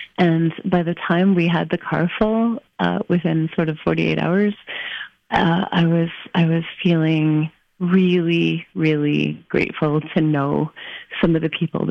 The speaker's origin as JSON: {"language": "English", "town": "Summerland", "region": "British Columbia", "country": "Canada", "tie": "born or raised there", "said": "growing up in Garnet Valley on property that my great-grandfather had settled back in the late 1800s"}